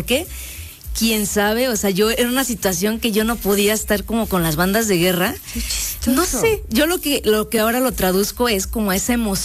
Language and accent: Spanish; Mexico; Curiosamente, como típicos mexicanos, nos fuimos a inscribir el último día